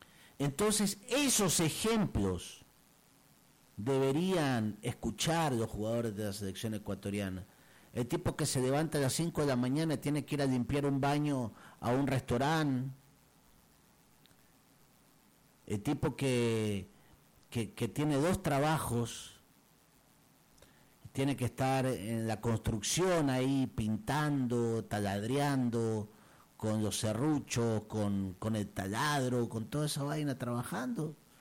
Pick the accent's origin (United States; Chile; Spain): Chile; Siendo chileno